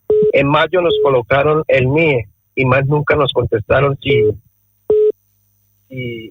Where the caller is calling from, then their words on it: Madrid, Community of Madrid, Spain; de Madrid.